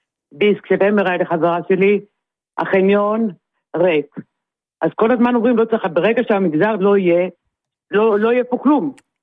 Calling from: Central Israel, Israel

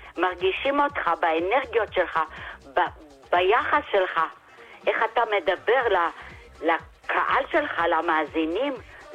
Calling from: Bat Yam, Tel Aviv District, Israel; מבת ים, אני בת 80, סבתא לשמונה נכדים.

